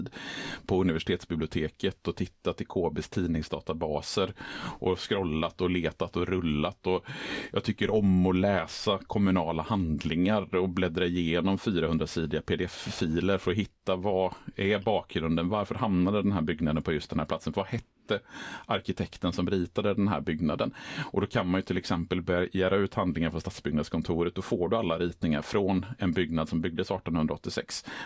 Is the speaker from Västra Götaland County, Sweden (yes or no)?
yes; Borås, Västra Götaland County, Sweden; moved away as an adult; now in Gothenburg, Sweden; Jag är ju från början inte från Göteborg, utan jag är ju uppvuxen i Borås och flyttade till Göteborg när jag skulle börja plugga här i Göteborg och har nu bott i Göteborg i, ja men nu började närma sig 30 år